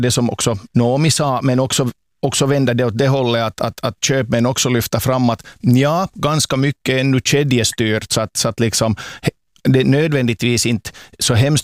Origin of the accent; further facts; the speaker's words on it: Turku, Southwest Finland, Finland; Och som åbobo, jag förstår absolut, jag har ju också själv kärleken till biskopsmunken